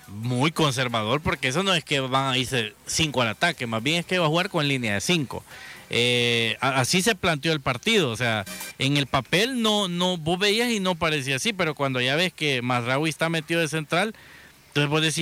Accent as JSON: {"language": "Spanish", "country": "Argentina", "said": "que puede decirlo con todo orgullo, soy argentino"}